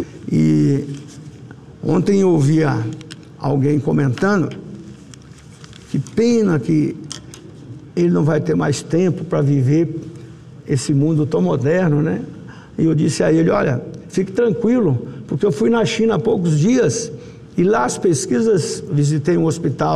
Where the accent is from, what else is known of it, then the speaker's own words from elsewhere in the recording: Rondonópolis, Mato Grosso, Brazil; a minha cidade natal, Rondonópolis